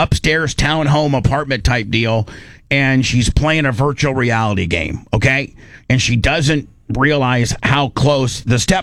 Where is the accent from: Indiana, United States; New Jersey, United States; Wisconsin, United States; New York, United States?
Indiana, United States; I'm white trash from Indiana who doesn't give up.